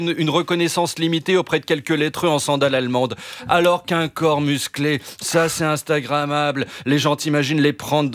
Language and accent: French; France; Je suis français, moi aussi.